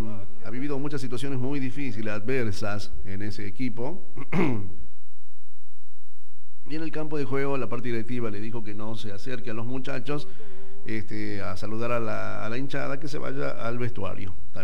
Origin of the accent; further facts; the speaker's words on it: Argentina; Yo soy argentino